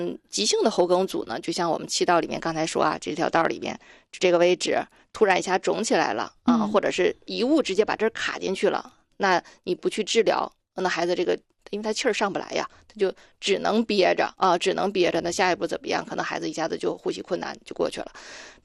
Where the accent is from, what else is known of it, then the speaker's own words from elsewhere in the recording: Northeast China, China; 我们东北人都很高啊